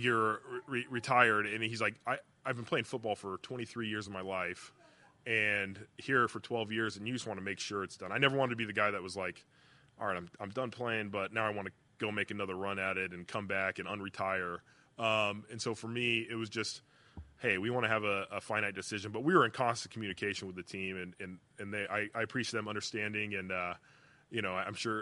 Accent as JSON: {"language": "English", "region": "California", "country": "United States", "said": "Yeah, I am from Southern California, but I think if you look at my background and family, like, it's based off of, like, blue-collar hard work. And I think at heart, like, there's some Midwest in there"}